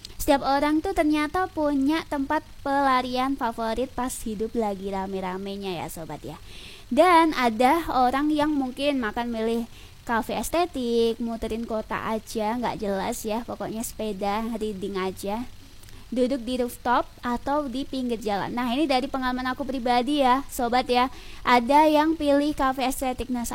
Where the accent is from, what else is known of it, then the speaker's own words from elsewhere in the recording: Lamongan, East Java, Indonesia; Selain itu ya, Lamongan kan banyak sawah ya sobat ya. Kebetulan di desa aku juga ada deket sawah.